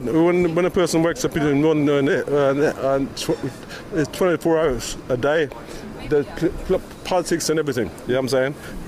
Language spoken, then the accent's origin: English; England, United Kingdom; we were black kids growing up in England, but our parents came from Jamaica.